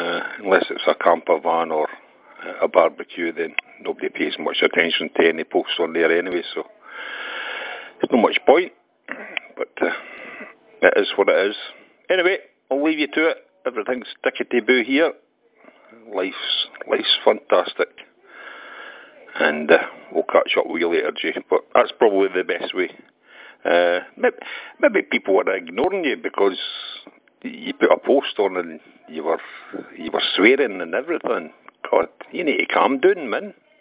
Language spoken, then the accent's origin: English; Scotland, United Kingdom; accent: Scottish; I didn't think my accent was as strong